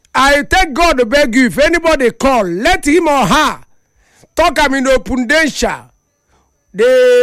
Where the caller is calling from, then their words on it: Benue, Nigeria; I come from Benue.